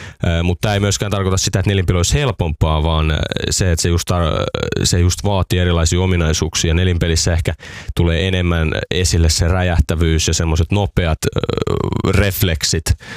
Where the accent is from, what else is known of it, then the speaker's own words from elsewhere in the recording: Porvoo, Uusimaa, Finland; mutta kaikki mulla on Helsingissä, mä tuun Porvoosta mä oon Porvoosta, niin kaikki on Helsingissä.